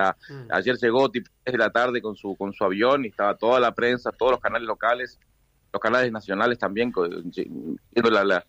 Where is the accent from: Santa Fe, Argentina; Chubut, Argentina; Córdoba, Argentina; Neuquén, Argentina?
Chubut, Argentina; Comodoro Rivadavia; born there; moved away; En Chubut, en Comodoro.